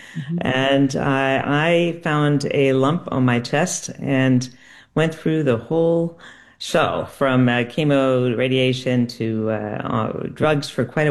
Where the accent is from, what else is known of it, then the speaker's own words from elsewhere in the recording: Connecticut, United States; now in Burlington, Vermont, United States; I grew up sailing in Connecticut.